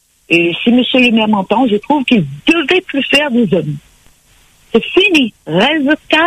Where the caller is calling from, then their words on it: Saint-Louis, Réunion; Ben, moi, j'habite à Saint-Louis.